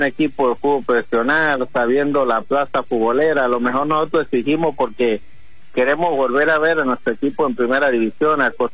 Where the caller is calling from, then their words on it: Mérida, Venezuela; desde La Pedregosa